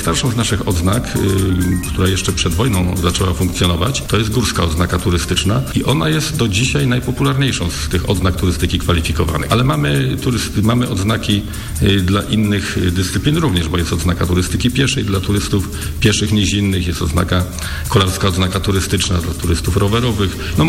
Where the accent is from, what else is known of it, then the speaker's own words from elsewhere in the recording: Greater Poland Voivodeship, Poland; ja akurat jestem wielkopolaninem, także bardzo często w swoim rejonie wychodzę na wycieczki. Mieszkam niedaleko od Puszczy Noteckiej. To taki duży kompleks leśny pomiędzy Wartą a Notecią. Mieszkam też na niedaleko po jeziorze Międzychodzko-Sierakowskiego.